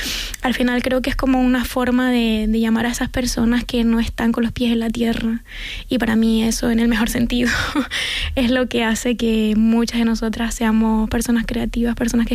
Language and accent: Spanish; Canary Islands, Spain; siento que nos han contado siempre desde dentro y fuera de Canarias que nuestra forma de hablar es inadecuada y le tenemos que corregir